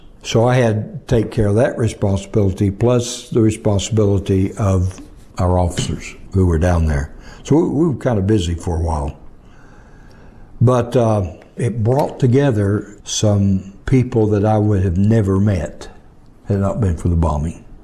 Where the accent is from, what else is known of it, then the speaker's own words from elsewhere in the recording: Arkansas, United States; And that's when I found out he was from Arkansas. I'm from Arkansas.